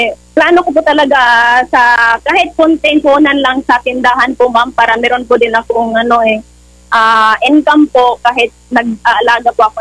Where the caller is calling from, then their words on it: Las Nieves, Caraga, Philippines; dito sa amin sa Las Nieves po, ma'am.